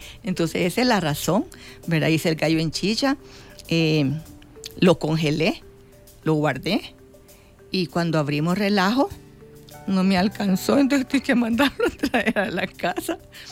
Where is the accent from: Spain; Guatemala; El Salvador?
El Salvador; Chalchuapa, Santa Ana; Yo nací en Chalchuapa.